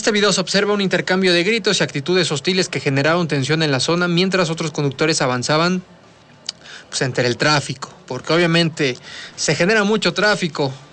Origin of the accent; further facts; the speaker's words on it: Puebla, Mexico; tenemos que aprender a convivir vialmente, porque de verdad, como poblanos, manejamos pésimo, horroroso.